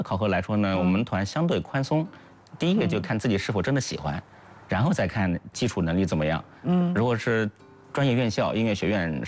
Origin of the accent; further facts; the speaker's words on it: Fengyang, Anhui, China; 农村，小时候在凤阳农村